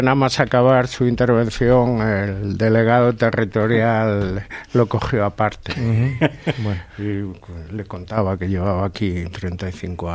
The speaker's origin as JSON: {"language": "Spanish", "region": "Castile and León", "country": "Spain", "tie": "born there"}